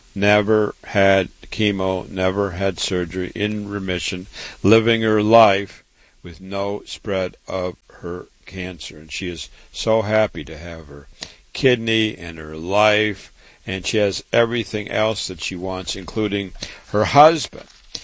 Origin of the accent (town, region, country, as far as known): Waterloo, Iowa, United States; born or raised there